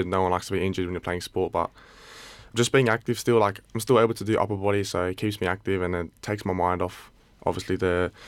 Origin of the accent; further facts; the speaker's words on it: Campbelltown, New South Wales, Australia; now in Paddington, Australia; I'm a part of the Sydney Roosters. I'm 18 years old. I was born and raised in Campbelltown, Rosemeadow. Currently live in the accommodation that the Sydney Roosters provide for us boys